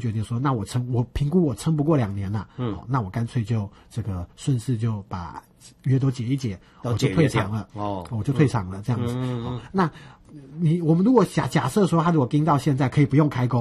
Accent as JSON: {"language": "Chinese", "region": "Nantou County", "country": "Taiwan", "tie": "born or raised there", "said": "以我的家乡南投县来讲"}